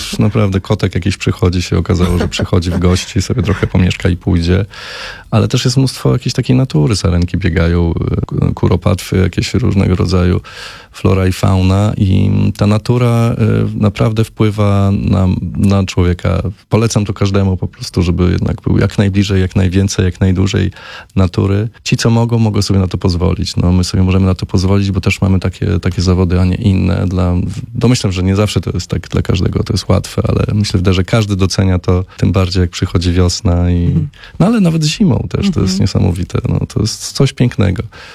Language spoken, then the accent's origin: Polish; Lublin, Lublin Voivodeship, Poland; ja pochodzę z Lublina i jakoś tak się potoczyły losy, że teraz właśnie mieszkamy tam w jeszcze pewniej harmonii naturą.